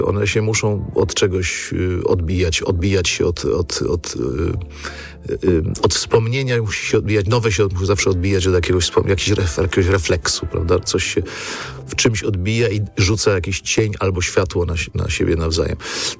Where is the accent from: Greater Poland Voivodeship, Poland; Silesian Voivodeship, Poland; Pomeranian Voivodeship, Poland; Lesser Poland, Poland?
Lesser Poland, Poland; Kraków; już tylko ja i Szczerba jesteśmy z Krakowa w zespole